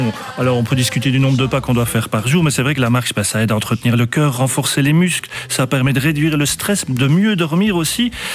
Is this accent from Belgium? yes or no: yes; Belgium; chez nous, en Wallonie, à Bruxelles, ce n'est pas les endroits qui manquent